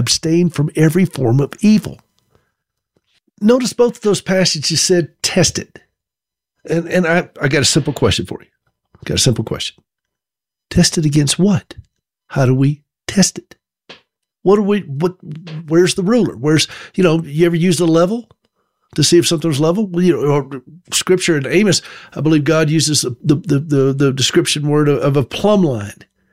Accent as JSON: {"language": "English", "region": "South Carolina", "country": "United States", "tie": "born or raised there"}